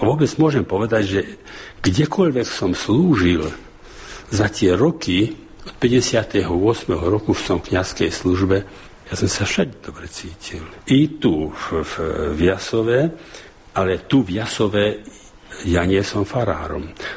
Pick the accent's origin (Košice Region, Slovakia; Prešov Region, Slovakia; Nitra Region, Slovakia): Nitra Region, Slovakia; born there; Nie, ja som sa narodil pri Dunaji medzi Komárnom a Štúrovom, alebo medzi Komárnom a Ostrihomom, tak to Maďarsku to lepšie pochopia.